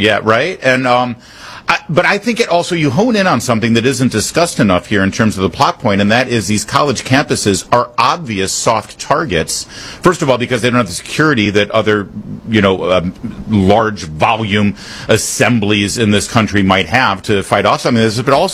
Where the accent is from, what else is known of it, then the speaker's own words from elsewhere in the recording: Michigan, United States; and of course, I'm originally from Michigan, so I hold this near and dear to my heart.